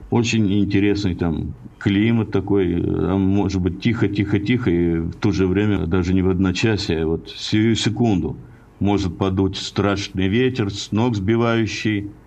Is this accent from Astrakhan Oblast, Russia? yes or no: yes; Astrakhan, Astrakhan Oblast, Russia; moved away as an adult; у меня, имею в виду Астрахани, в семье была не очень здоровая обстановка. Ну, и по этой причине я решил из Астрахани уехать от родных.